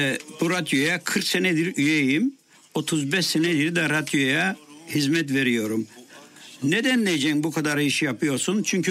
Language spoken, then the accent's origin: Turkish; Cyprus; accent: Turkish Cypriot dialect; Biz kendi şivemizle, kendi dilimizle yayın yapıyoruz.